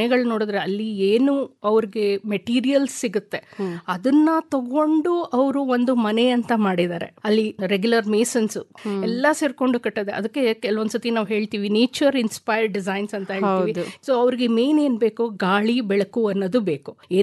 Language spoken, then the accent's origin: Kannada; Mysore, Karnataka, India; ಮೈಸೂರಿನವಳು, ಹುಟ್ಟಿ ಬೆಳೆದಿದ್ದು ಎಲ್ಲ ಮೈಸೂರಿನಲ್ಲೇ.